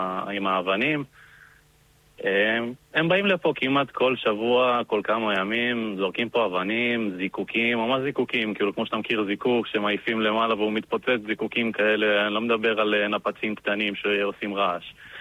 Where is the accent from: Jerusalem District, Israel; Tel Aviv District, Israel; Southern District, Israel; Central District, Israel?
Southern District, Israel; אני גדלתי באיזידור ואז גדלתי בכלל בשחמון. אני כרגע גר כאן עם אשתי.